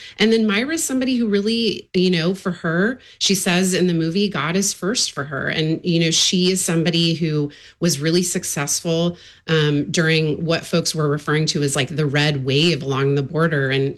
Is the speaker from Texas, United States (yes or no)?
yes; Texas, United States; moved away as an adult; I grew up in Texas and, you know, I left after college